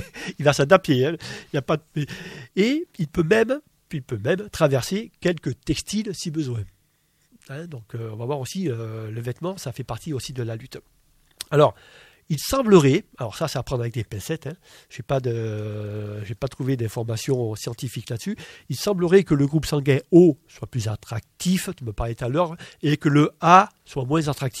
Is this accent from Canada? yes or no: no; Provence-Alpes-Côte d'Azur, France; on appelle ça en Provence, je suis provençal, les arabis